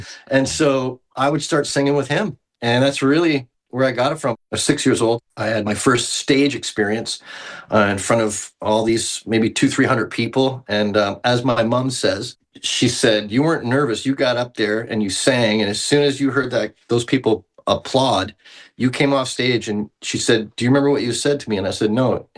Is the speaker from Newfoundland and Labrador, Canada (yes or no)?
no; Salt Springs, Nova Scotia, Canada; born or raised there; also born or lived in Mississauga / Toronto